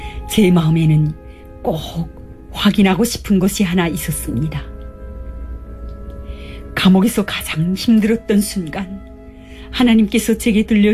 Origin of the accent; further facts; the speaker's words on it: North Hamgyong, North Korea; born there; moved away; 저는 북한 함경북도에서 태어나 가족을 잃고 생계를 책임져야 했습니다. 가족을 위해 중국으로 갔다가 인신매매를 당했고